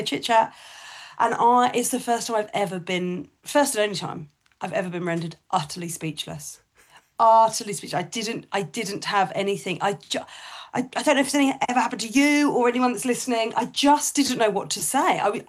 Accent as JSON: {"language": "English", "country": "United Kingdom", "said": "I'm British"}